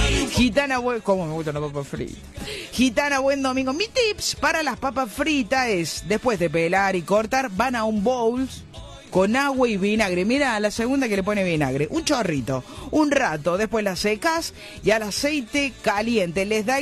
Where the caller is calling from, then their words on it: Benito Juárez, Buenos Aires Province, Argentina; de Benito Juárez, provincia de Buenos Aires.